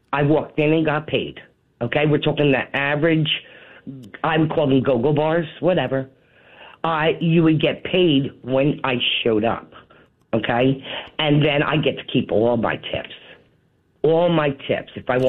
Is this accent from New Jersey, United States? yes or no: yes; New Jersey, United States; I'm from New Jersey.